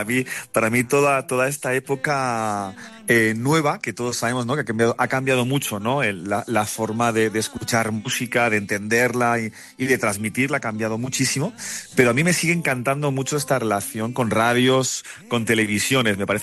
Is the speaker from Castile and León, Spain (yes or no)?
no; Alicante, Valencian Community, Spain; En lo que era en mi ciudad natal, en Alicante.